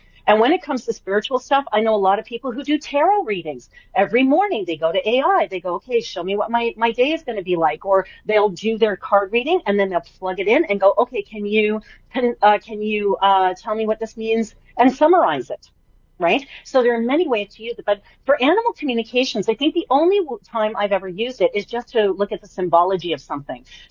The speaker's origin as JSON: {"language": "English", "country": "Canada", "said": "I'm Canadian"}